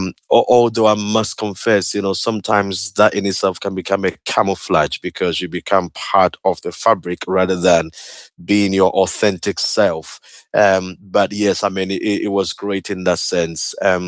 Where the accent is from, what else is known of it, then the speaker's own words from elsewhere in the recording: Kumasi, Ashanti, Ghana; born there; I was born in Ghana, in a beautiful city called Kumasi. That's sort of the second capital of Ghana, for any of your listeners who may know, a nice West African country. And I was born in a Christian home.